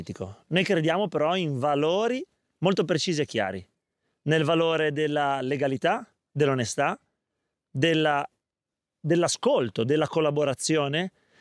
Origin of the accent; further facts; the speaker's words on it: Ronco Scrivia, Liguria, Italy; born there; sono nato a Ronco Scrivia, vivo a Ronco Scrivia